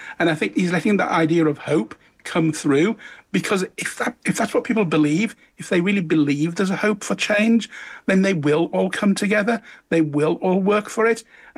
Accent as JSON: {"language": "English", "region": "the north of England", "country": "United Kingdom", "lives_now": "Leeds, United Kingdom", "said": "I'm not somebody from the Westminster bubble. I'm from the North. I'm based in Leeds."}